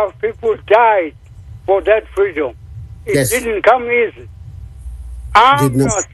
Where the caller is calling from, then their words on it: South Africa; I'm from South Africa, the country that I fought for.